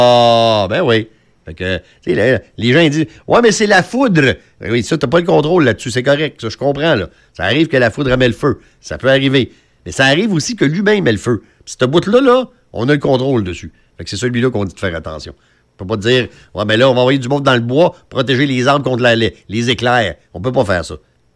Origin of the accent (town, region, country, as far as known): Quebec, Canada; accent: Québécois